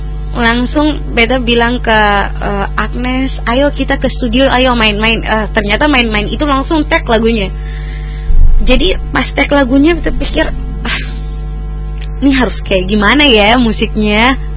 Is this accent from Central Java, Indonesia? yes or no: no; Maluku, Indonesia; mungkin di luar sana tidak punya, tapi kita orang Maluku itu banyak budaya yang memang orang di luar sana pasti kagum sama kita gitu